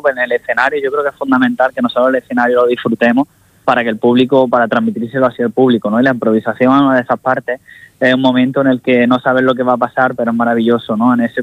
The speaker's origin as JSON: {"language": "Spanish", "town": "Seville", "region": "Andalusia", "country": "Spain", "tie": "born or raised there", "said": "decidí volverme a mi tierra, Sevilla, Andalucía"}